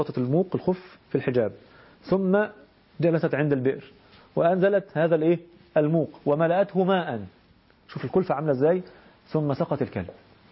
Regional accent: Egypt; إحنا مسمينه عندنا في مصر النهاردة اسمه يسموه ترند

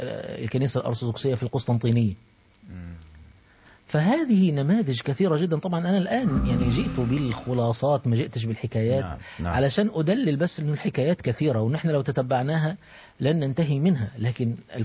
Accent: Egypt; عندنا في مصر

